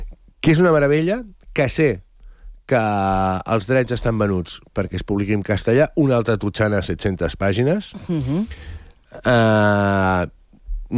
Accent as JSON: {"language": "Catalan", "town": "Barcelona", "region": "Catalonia", "country": "Spain", "tie": "born or raised there", "said": "Jo sóc del barri del Guinardó."}